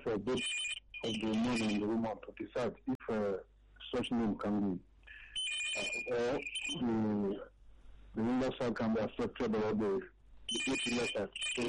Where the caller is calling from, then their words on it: Italy; I'm calling from Italy.